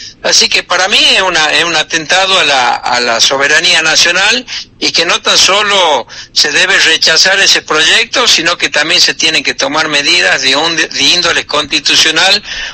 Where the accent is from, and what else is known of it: Tucumán, Argentina